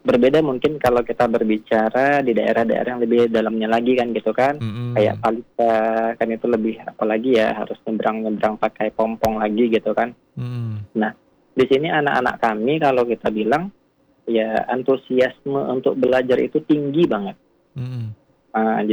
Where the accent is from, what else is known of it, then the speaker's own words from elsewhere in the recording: Medan, North Sumatra, Indonesia; born there; moved away as an adult; Sebelumnya saya memang kelahiran Sumatera Utara sebenarnya.